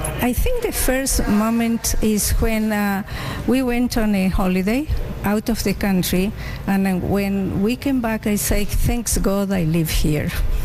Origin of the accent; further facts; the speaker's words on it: Argentina; English is a second language; now in Canada; I moved from Argentina.